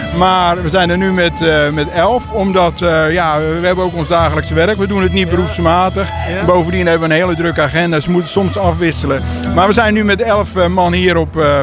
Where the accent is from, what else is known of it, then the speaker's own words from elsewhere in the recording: Netherlands; We komen van Holland, of uit Nederland. Hè? Ja, ja. Van Holland, zoals jullie in België zeggen.